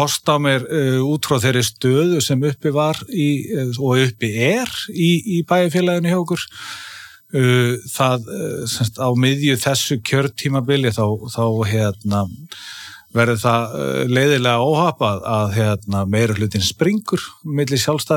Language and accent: Icelandic; Sandgerði, Southern Peninsula, Iceland; Ég fættur uppalinn hérna á Íslandi og borum hann búsettur í Sangeri bara nær allt mitt líf